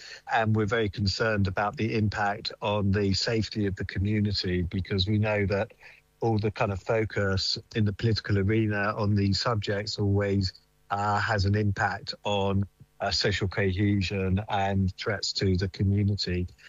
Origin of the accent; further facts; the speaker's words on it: United Kingdom; we sit as proud British Jews, but with very strong connections to Israel